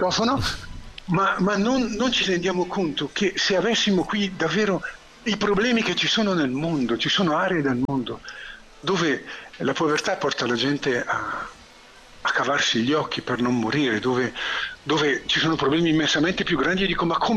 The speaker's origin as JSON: {"language": "Italian", "town": "Milan", "region": "Lombardy", "country": "Italy", "said": "da milanese che qui a Milano"}